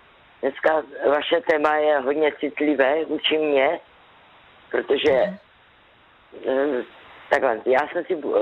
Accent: Poland; Czech is a second language; protože jsem od Polska a jsem žádala ve práci.

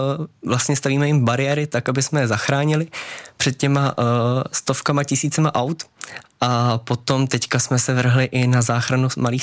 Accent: Královec, Hradec Králové Region, Czechia; born there; Tím, že jsem se narodil v Královci, tak a nemám vůbec v plánu někam odejít a chtěl bych být součástí Vraní hor

